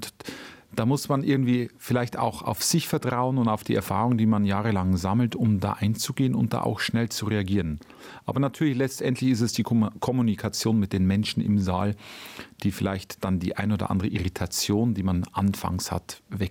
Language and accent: German; Bavaria, Germany; Ich stamme ja aus Bayern, wie man wahrscheinlich auch hört